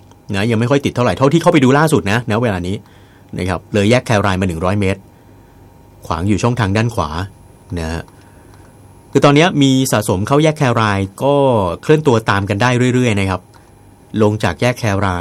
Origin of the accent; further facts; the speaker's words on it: Samut Prakan, Thailand; ผมเองเป็นคนจังหวัดสมุทรปราการ